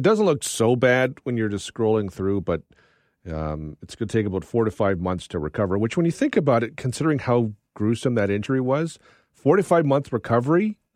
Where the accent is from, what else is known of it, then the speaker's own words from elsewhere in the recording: Canada; And I know, obviously, I'm Canadian, I'm a little biased here